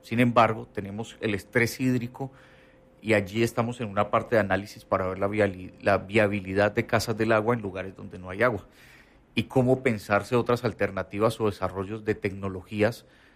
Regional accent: Colombia; now in Torreón, Mexico

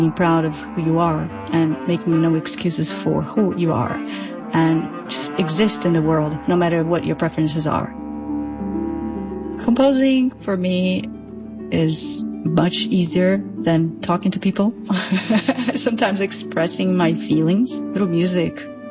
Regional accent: Brazil; born or raised there; English is a second language

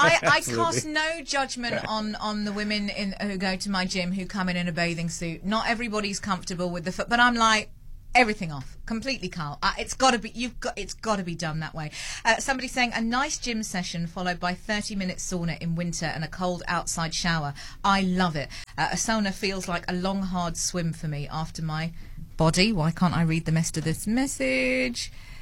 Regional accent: United Kingdom; accent: British; now in Cape Town, South Africa; I've been saying sauna in my terribly British accent.

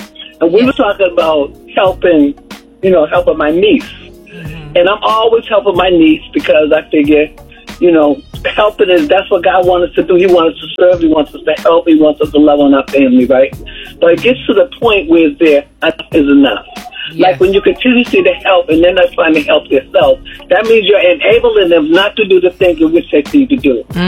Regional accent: Charlotte, North Carolina, United States; I'm from North Carolina, Charlotte.

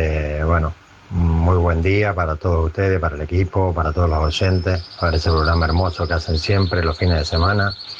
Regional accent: Rosario, Santa Fe, Argentina; moved away as an adult; now in Almería, Spain; el rosarino que está aquí en Almería, en España.

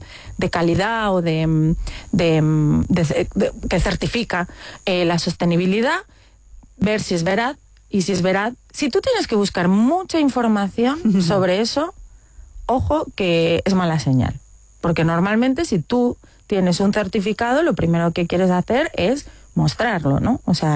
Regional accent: Galicia, Spain; siendo nosotras gallegas

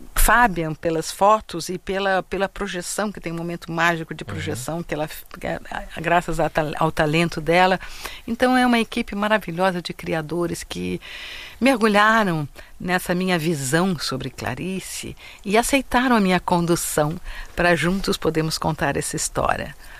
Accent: São Paulo, Brazil; also born or lived in Rio de Janeiro / Curitiba; Sim, nasci no Rio de Janeiro, fui pequenininha para Curitiba, fiquei até 4 anos lá e vim para São Paulo. Então eu fiquei dos 5 aos 18 anos aqui em São Paulo.

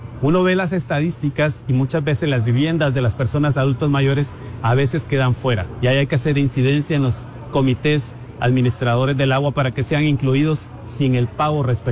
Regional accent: San Agustín Acasaguastlán, El Progreso, Guatemala; Personalmente soy de San Agustín, Casaguastlán, entonces hablábamos del Progreso, Zacapa, Chiquimula.

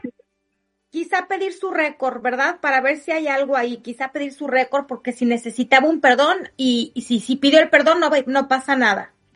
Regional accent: Mexico; Como buena mamá mexicana

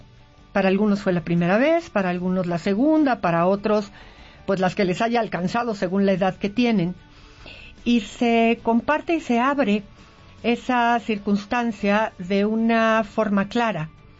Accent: Mexico; todas las porras que nos llegan a unir como mexicanos.

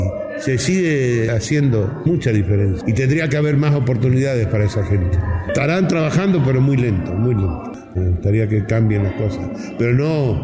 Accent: Argentina; Yo soy fanático de la Argentina

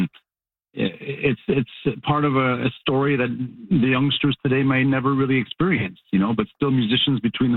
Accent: Quebec, Canada; born there; now in Beaumont, Canada; having to drag my mother from the eastern townships to go up there.

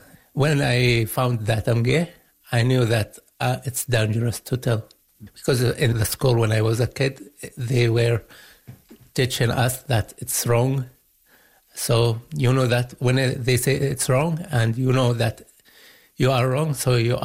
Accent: Yemen; moved away as an adult; now in Winnipeg, Canada; I'm 36 years old. I'm from Yemen. I moved here last year. I attended the Pride here in Winnipeg, and it was my first Pride ever.

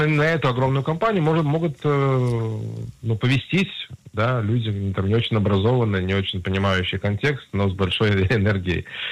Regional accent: Israel; я рос в Израиле

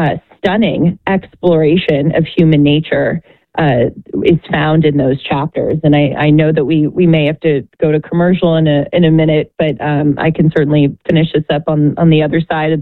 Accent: Los Angeles, California, United States; I was a pretty left-wing, again, growing up in Los Angeles and just having that as my milieu, if you will.

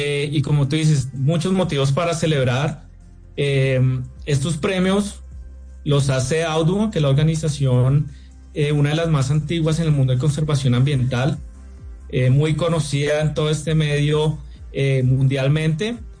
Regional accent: Colombia; Yo creo que a mí como colombiano me da mucho orgullo mostrar la historia que hay detrás de cada una de estas fotos.

